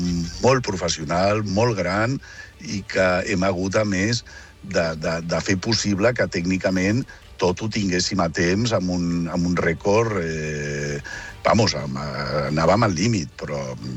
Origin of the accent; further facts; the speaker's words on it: Barcelona, Catalonia, Spain; com a ciutadans de Barcelona, com a catalans